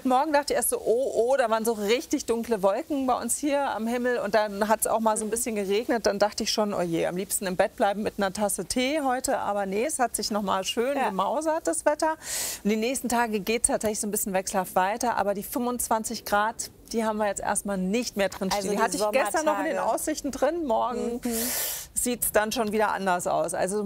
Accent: Jordan; Wie bei uns in Jordanien in Wadi Rum, so rot.

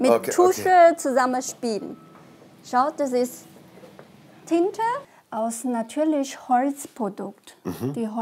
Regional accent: Yunnan, China; German is a second language; now in Germany; Ja, bis jetzt mein Bruder hat auch Teeplantage in Yunnan, Südwest China. Da ist Hochland.

